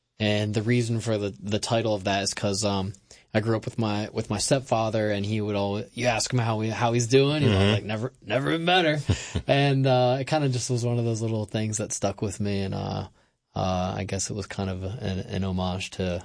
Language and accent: English; Pittsburgh, Pennsylvania, United States; now in Philadelphia, United States; I kind of got, like, thrown into that just growing up in Pittsburgh and being around that old-time Appalachian, like, music scene.